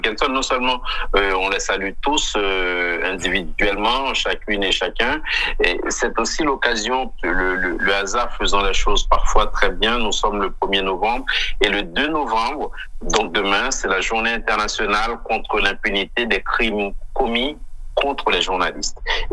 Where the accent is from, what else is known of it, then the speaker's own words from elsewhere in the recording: Limbé, Nord, Haiti; moved away as an adult; now in France; je suis né le 20 août 1975 dans le nord d'Haïti, dans la ville du Limbé, et j'ai toujours vécu en Haïti jusqu'à l'âge de 26 ans, donc j'ai fait toutes mes études et je suis arrivé en France le 28 décembre 2001